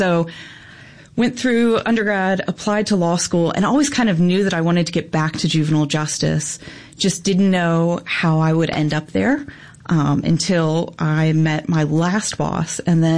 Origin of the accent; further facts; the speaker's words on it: Virginia, United States; to do an internship after my sophomore year of college with the Family Services Unit in Virginia, in my hometown.